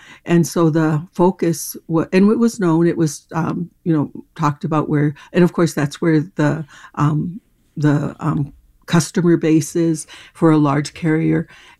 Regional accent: North Dakota, United States; I grew up on the Turtle Mountain Band of Chippewa Indian Reservation, and we're close to the Canadian border

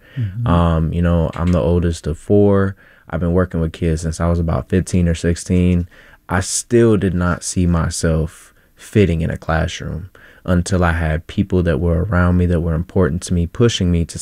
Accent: Columbia Heights, Minnesota, United States; And I grew up in Columbia Heights, which is an amazing community full of diversity

